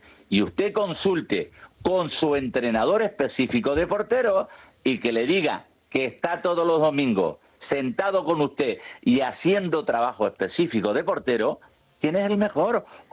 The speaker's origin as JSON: {"language": "Spanish", "region": "Canary Islands", "country": "Spain", "said": "yo soy canario"}